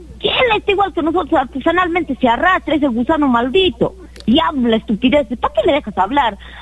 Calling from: Arequipa, Peru; Te estoy llamando, pues, de acá de Villa Paraíso.

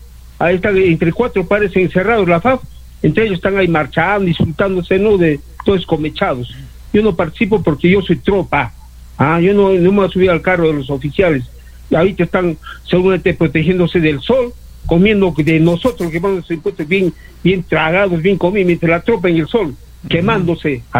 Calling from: Peru

